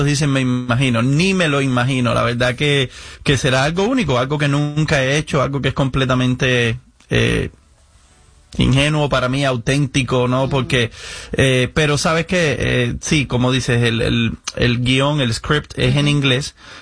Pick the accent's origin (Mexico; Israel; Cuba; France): Cuba; moved away; representando también a mi pueblo cubano que vivimos con tanta represión y luchando por nuestra libertad.